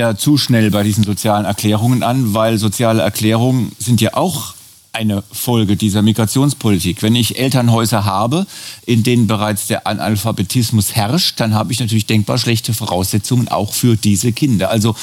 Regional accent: Ludwigshafen, Rhineland-Palatinate, Germany; Da muss ich jetzt immer wieder das traurige Beispiel meiner Heimat Ludwigshafen denken

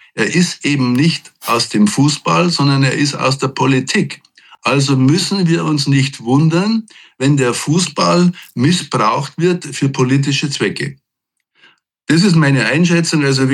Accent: Chemnitz, Saxony, Germany; born there; ich bin in Chemnitz geboren

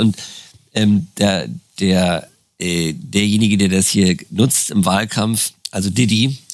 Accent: Berlin, Germany; Als Berliner sind wir uns auch vertraut

